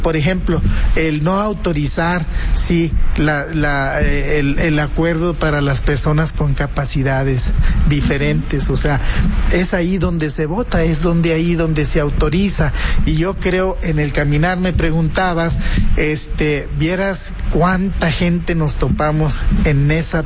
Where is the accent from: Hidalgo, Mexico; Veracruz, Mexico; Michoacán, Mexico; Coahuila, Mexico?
Coahuila, Mexico; Saltillo; No, yo soy de aquí, de Saltillo.